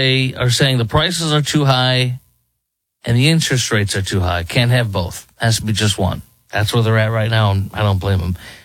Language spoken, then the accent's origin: English; Chicago, Illinois, United States; Let's go to Chicago, my hometown.